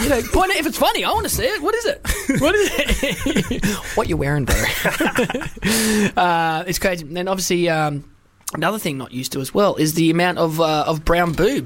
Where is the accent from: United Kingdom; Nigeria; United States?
United Kingdom; born there; even though I was born in Britain, so I am.